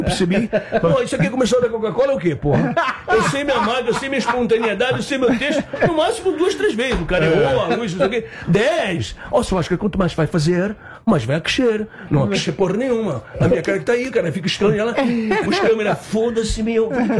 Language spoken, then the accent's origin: Portuguese; Santos, São Paulo, Brazil; sou santista, time, cidade, coração.